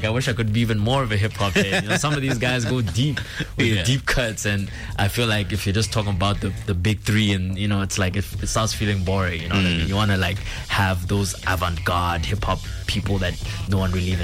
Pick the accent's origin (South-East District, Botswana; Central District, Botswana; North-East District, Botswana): South-East District, Botswana; Gaborone; Okay, I grew up in Bots. I grew up in Gabs. I was born in, you know, private hospital. And I went to Thornhill Primary School. And, you know, like, I had, you know, and my mom is Zambian, my dad is Ugandan.